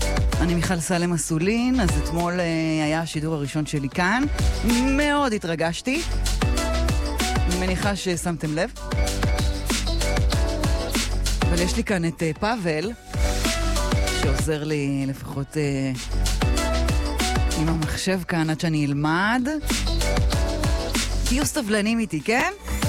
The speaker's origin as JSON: {"language": "Hebrew", "town": "Rishon LeZion", "region": "Central District", "country": "Israel", "tie": "born there", "also_born_or_lived": "Jerusalem", "moved": "yes", "said": "אני חזרתי לגור בראשון אתמול, שלשום. אחרי 26 שנים שלא גרתי בה, נולדתי כאן. אבל גרתי בירושלים."}